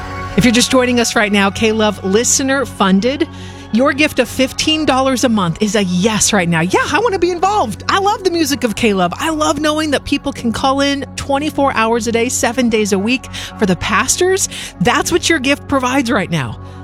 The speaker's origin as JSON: {"language": "English", "town": "Boring", "region": "Oregon", "country": "United States", "said": "I'm from Boring, Oregon."}